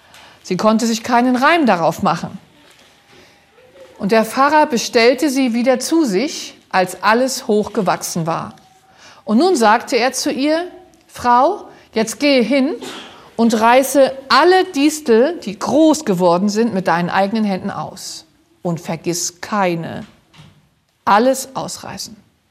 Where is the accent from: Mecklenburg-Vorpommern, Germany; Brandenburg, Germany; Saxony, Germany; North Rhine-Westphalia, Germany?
Mecklenburg-Vorpommern, Germany; Rostock; Und ich kam zu Pflegeeltern, die ich nicht kannte, 100 Kilometer von meiner Heimatstadt Rostock entfernt.